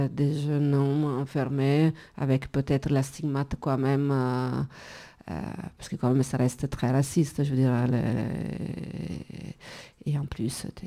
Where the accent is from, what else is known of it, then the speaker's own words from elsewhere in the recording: Italy; C'est pas parce que je suis italienne.